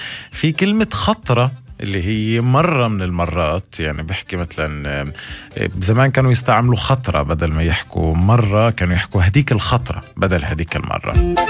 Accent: Palestine; accent: Palestinian; كلمات فلسطينيه، كلمات من لهجتنا العربيه

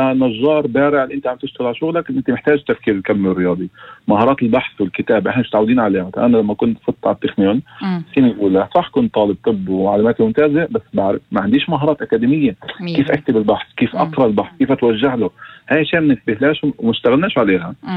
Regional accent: Northern District, Israel; now in Haifa, Israel; انا ابن الشمال وساكن بحيفا, فانا لحالي ساكن بعيد عن اهلي

